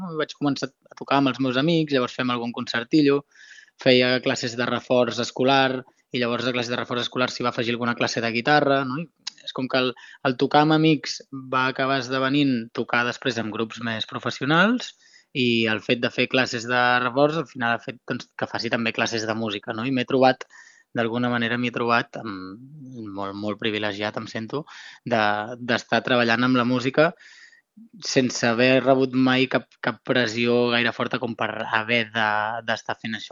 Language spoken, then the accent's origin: Catalan; Vilassar, Catalonia, Spain; Premià de Mar, que és el poble del costat de Vilassar, que és d'on soc i on visc